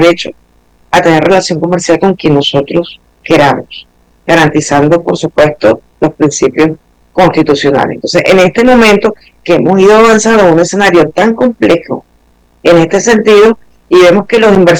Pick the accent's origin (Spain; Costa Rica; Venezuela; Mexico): Venezuela; uno como abogado, como venezolano